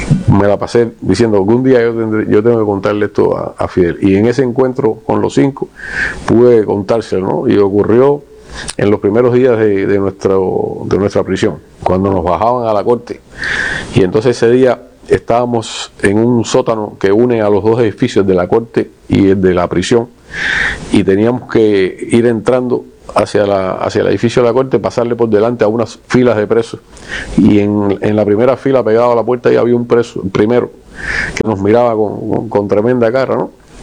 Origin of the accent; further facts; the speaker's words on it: Cuba; moved away; él dice, ustedes son los cubanos, ¿no? Y digo, sí.